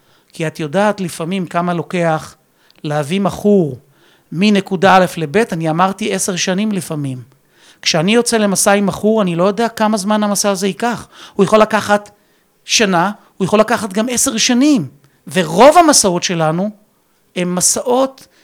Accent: Rishon LeZion, Central District, Israel; אני נולדתי ברמת אליהו, שזו שכונה של ראשון. שכונה שהיא בעצם דומה מאוד לעיר אופקים. גם במבנה של האוכלוסייה שלה.

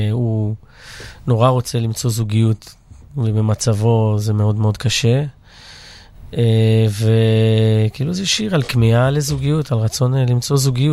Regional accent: Netanya, Central District, Israel; אני מנתניה.

